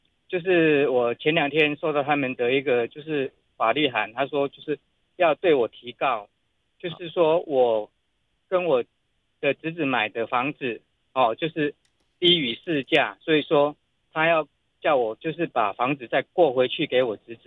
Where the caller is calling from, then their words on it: Chiayi, Taiwan; 我是嘉义这边哈